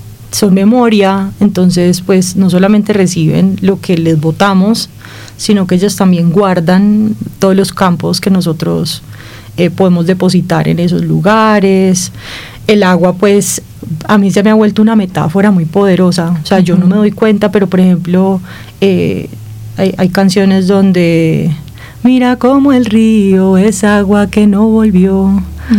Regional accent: Medellín, Antioquia, Colombia; Pero sí tengo que decir que yo arranco para la costa, y yo no crecí en la costa, yo crecí en Medellín, pero yo arranco para la costa, que estuve desde el año cero hasta los 17 años

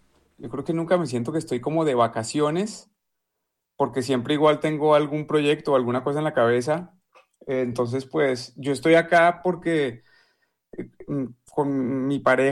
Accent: Bogotá, Colombia; Yo soy de Bogotá.

